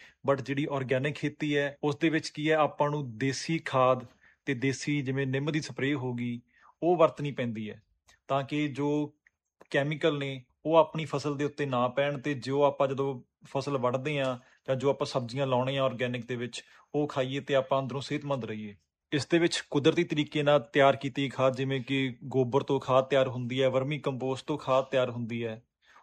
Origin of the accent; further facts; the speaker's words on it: Ralla, Punjab, India; also born or lived in Bathinda; ਹਾਂਜੀ ਬਾਈ ਜੀ, ਮੇਰਾ ਪਿੰਡ ਰੱਲਾ ਹੈ ਜੋ ਕਿ ਮਾਨਸਾ ਜ਼ਿਲ੍ਹੇ ਵਿੱਚ ਪੈਂਦਾ ਹੈ।